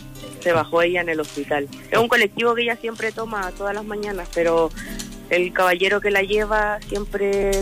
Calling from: Caldera, Atacama, Chile; De Caldera, Copiapó en realidad.

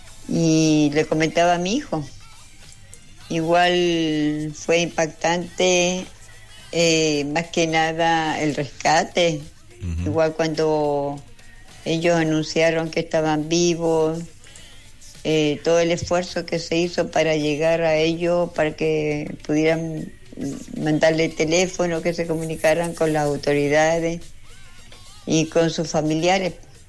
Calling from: Vallenar, Atacama, Chile; de Vallenar.

